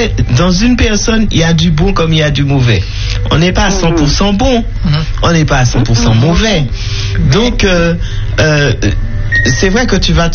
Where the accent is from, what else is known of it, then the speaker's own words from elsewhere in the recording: Martinique; J'ai dit, mais non, je suis Martiniquais, je parle.